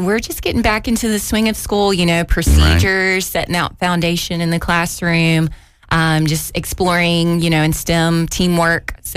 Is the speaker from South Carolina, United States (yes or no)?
yes; Sumter, South Carolina, United States; I am born and raised from Sumter, South Carolina.